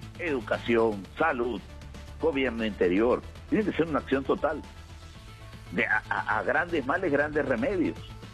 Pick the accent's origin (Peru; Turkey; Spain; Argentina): Peru